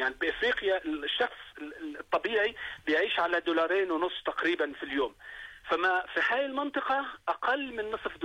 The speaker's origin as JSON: {"language": "Arabic", "country": "Jordan", "said": "عندنا في الاردن"}